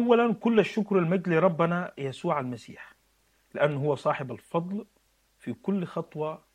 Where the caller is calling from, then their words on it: Canada; من كندا انا بحييك، بحيي زوجتك الفاضله